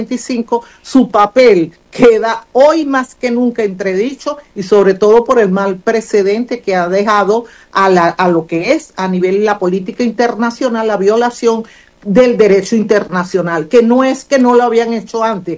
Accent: Venezuela; Yo espero, como venezolana y en nombre de todo el pueblo venezolano

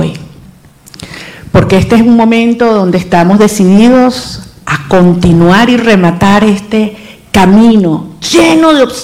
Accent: Venezuela; somos venezolanos con mucho orgullo

